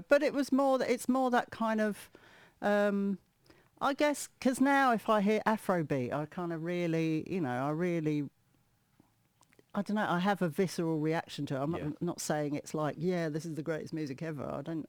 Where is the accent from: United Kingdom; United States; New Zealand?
United Kingdom; Brixton, London; growing up in Brixton, as soon as you stepped out of your house there was music, because there were loads and loads of record shops